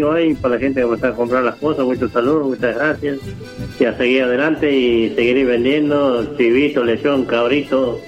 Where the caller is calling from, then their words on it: Icaño, Santiago del Estero, Argentina; yo soy de Icaño, no, nosotros no somos burreros.